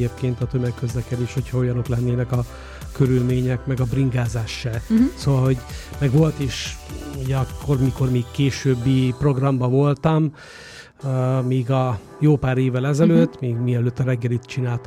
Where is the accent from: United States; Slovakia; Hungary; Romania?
Romania; Oradea, Bihor